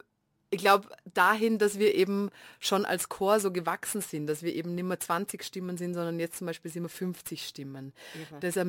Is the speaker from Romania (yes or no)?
no; Vienna, Austria; in dem ich ganz selten war als Wienerin, weil ich das Gefühl habe, da gehen hauptsächlich TouristInnen hin